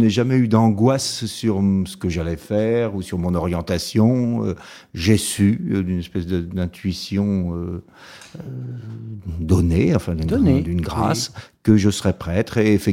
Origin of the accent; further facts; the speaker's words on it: Poitiers, Nouvelle-Aquitaine, France; born there; Ah, je suis né à Poitiers.